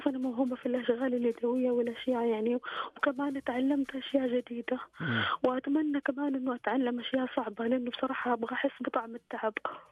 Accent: Mecca, Makkah Province, Saudi Arabia; انا من مكة.

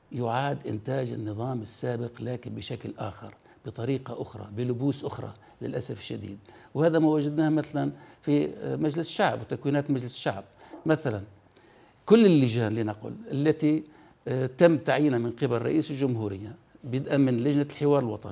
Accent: Syria; من الجلوس على طاولة واحدة نحن كسوريين لبناء مفهوم جديد للمواطنة

